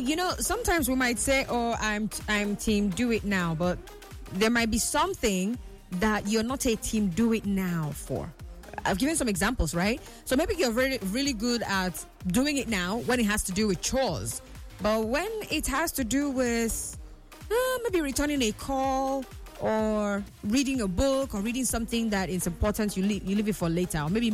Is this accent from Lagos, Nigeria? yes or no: no; Port Harcourt, Rivers, Nigeria; from Port Harcourt.